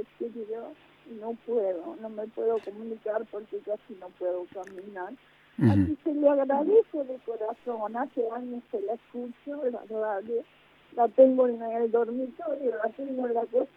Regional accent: Argentina; Le digo la verdad, me emociona, soy muy argentina.

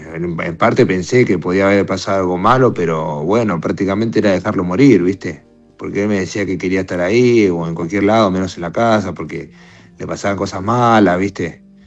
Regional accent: Longchamps, Buenos Aires Province, Argentina; Yo soy de zona sur, de Gran Buenos Aires, Lonchan más precisamente.

